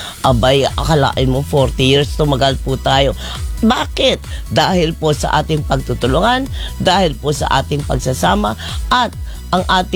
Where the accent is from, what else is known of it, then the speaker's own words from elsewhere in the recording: Metro Manila, Philippines; ako taga-South ako.